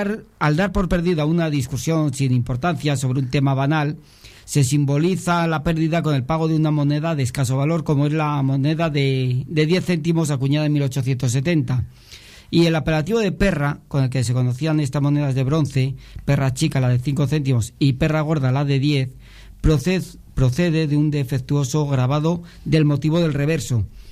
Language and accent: Spanish; Spain; pero ya sabes cómo somos los españoles.